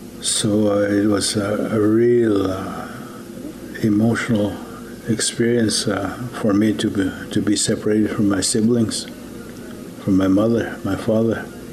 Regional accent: Norway House, Manitoba, Canada; I'm a Cree from Norway House. I attended Cross Lake Residential School, Catholic school, in 1953

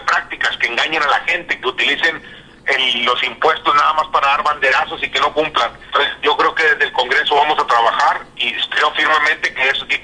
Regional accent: Nueva Rosita, Coahuila, Mexico; Allá en mi pueblo, donde yo soy, en Rosita

